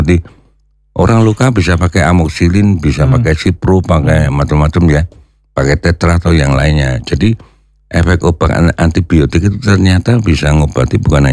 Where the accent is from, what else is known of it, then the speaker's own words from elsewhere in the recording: Mersi, Central Java, Indonesia; Ada yang tanah seperti di Mersi, daerah saya kan di Mersi ya. Itu banyak sekali mengandung pasir.